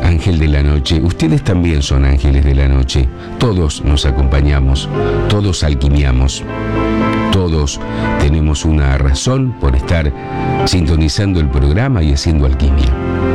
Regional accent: Arequito, Santa Fe, Argentina; de Arequito, mi pueblo.

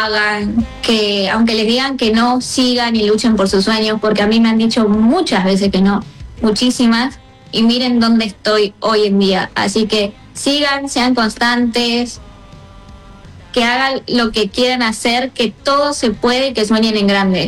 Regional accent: Roldán, Santa Fe, Argentina; moved away as an adult; now in Fort Lauderdale, United States; yo en Roldán estaba acostumbrada a dormir siesta.

